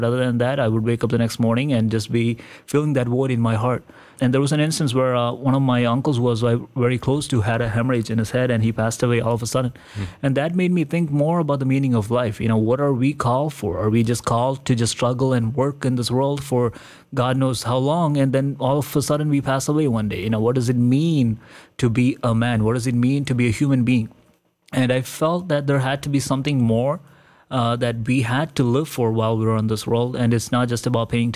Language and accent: English; India; And even being growing up in India, I understand the culture of India and how the people of India think. And I understand the different religions that are practiced in India and stuff.